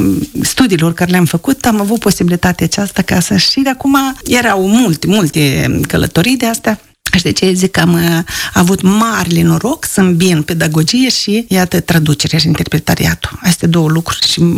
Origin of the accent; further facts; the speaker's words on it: Moldova; a văzut că sunt doi oameni din Moldova